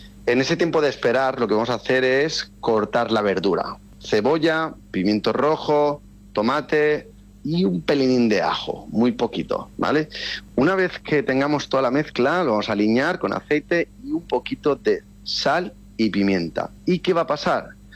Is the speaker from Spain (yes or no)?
yes; Balearic Islands, Spain